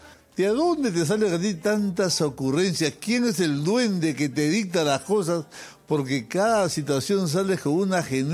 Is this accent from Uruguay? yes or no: no; Peru